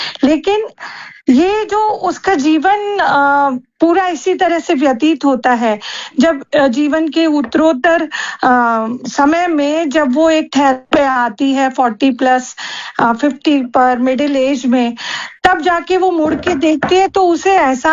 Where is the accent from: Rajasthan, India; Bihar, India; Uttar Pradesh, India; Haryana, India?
Rajasthan, India; बचपन मेरा राजस्थान के अलग अलग शहरों में बीता, और बहुत ही कभी बड़ा शहर था, कभी हम छोटे शहर में गए, गांव में गए, तो कभी हमने खेत खलिहान देखे, तो कभी हमने शहर देखे